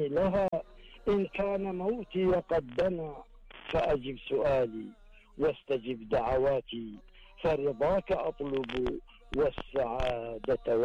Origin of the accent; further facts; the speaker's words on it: Saudi Arabia; نحن كلنا كسعوديين